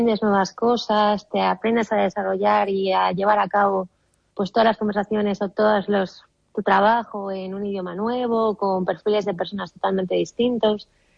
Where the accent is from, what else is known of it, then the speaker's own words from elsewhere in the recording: Spain; moved away as an adult; now in Dubai, United Arab Emirates; soy la única española